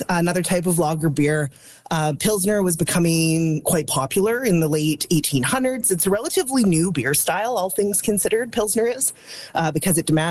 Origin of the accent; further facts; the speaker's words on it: Lethbridge, Alberta, Canada; I grew up in Lethbridge, and it was the brewery up on the hill my whole growing up, until it was demolished in 1990.